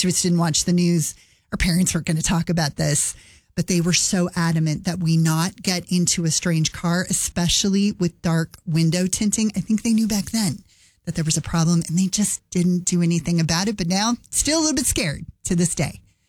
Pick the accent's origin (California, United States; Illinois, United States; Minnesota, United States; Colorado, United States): Colorado, United States; Aurora; I grew up in Aurora.